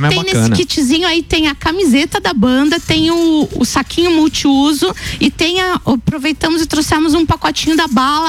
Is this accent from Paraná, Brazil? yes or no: no; Itapema, Santa Catarina, Brazil; Nós somos de Itapema, Santa Catarina.